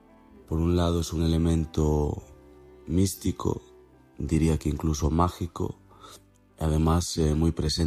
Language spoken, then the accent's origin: Spanish; Galicia, Spain; llevo trabajando más de 15 años, sobre todo en mi tierra, en Galicia.